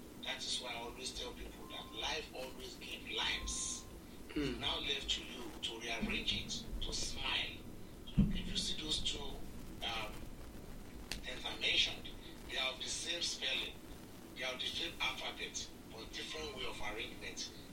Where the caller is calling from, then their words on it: Lagos, Nigeria